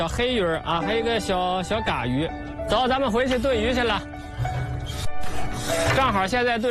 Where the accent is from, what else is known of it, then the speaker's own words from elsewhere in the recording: Hebei, China; 我是土生土长的白洋淀人，从小到大呢就在这里长大，今年呢40多了。